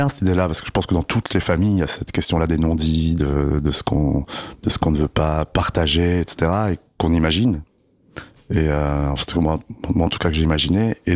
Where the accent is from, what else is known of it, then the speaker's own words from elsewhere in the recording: Strasbourg, Grand Est, France; Moi, je suis un citadin 100%. Je viens de Strasbourg, du centre de Strasbourg